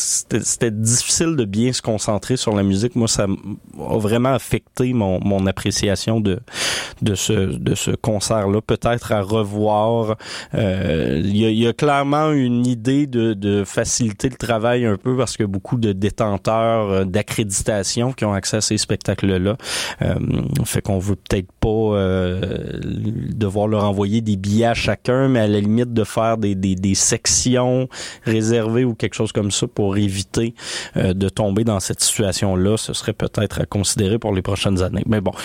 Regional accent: Montreal, Quebec, Canada; C'est pas un disque contre Carlisle, c'est juste qu'en tant que Montréalaise, on la voit un peu plus souvent.

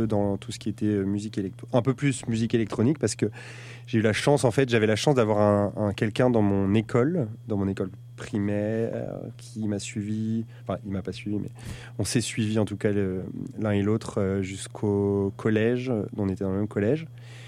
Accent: Metz, Grand Est, France; also born or lived in Soissons / Saint-Quentin; Dans le nord de la France. Et ensuite, j'ai bougé à Metz. Et c'est là où j'ai fait mon enfance et mon adolescence.

